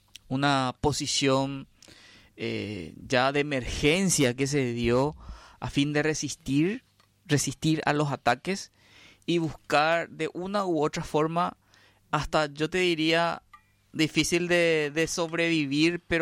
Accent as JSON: {"language": "Spanish", "country": "Paraguay"}